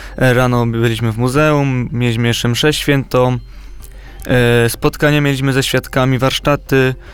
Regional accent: Lesser Poland, Poland; Ja ogółem jestem z Małopolski

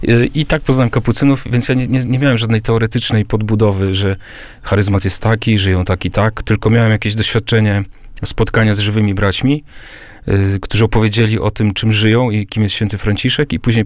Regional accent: Sterławki Wielkie, Warmian-Masurian Voivodeship, Poland; Otóż ja pochodzę z Mazur, z niewielkiej wioski, Sterławki Wielkie.

